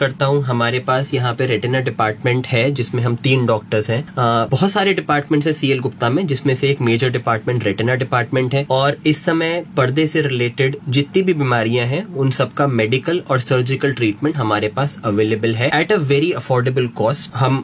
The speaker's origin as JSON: {"language": "Hindi", "town": "Moradabad", "region": "Uttar Pradesh", "country": "India", "tie": "born or raised there", "also_born_or_lived": "Ludhiana / Hyderabad", "moved": "as an adult", "said": "मैं लोकलिटी हूँ, मैं मुरादाबाद का ही जन्मा हूँ 1994 में। यहीं का मैं स्कूल में पढ़ा हूँ, उसके बाद मैं अपनी स्कूलिंग के बाद जो है लुधियाना चला गया था।"}